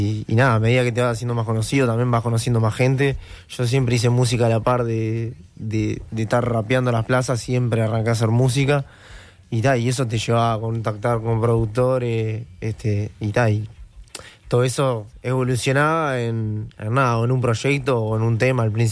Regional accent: Montevideo, Uruguay; born there; also born or lived in Durazno / the coast; yo medio que viví la mitad de mi vida en Durazno y la mitad de mi vida en Montevideo, claro. Nací ahí. En realidad viví en la costa, pero nací en Montevideo.

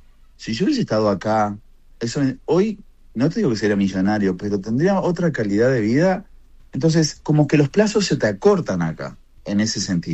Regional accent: Maldonado, Uruguay; now in Miami, United States; Punta del Este, yo soy de Maldonado. Punta del Este es una cosa y donde yo vivía, Maldonado es otra.

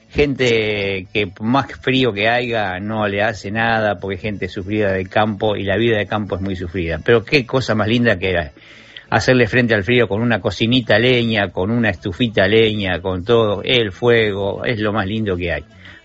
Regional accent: Sauce, Canelones, Uruguay; now in Argentina; yo soy de ahí de Sauce, soy criado con ellos, con los Pelufos y con toda la gente que nombré de ahí del grupo … el Sauce, un gran pueblo, el pueblo de Artigas

